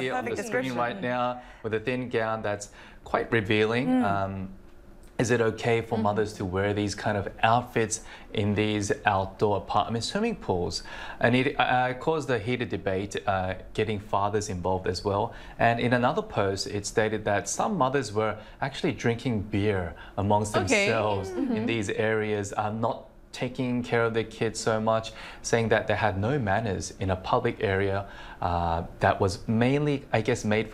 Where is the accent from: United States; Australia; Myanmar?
Australia; I understand both sides coming from right. growing up in Australia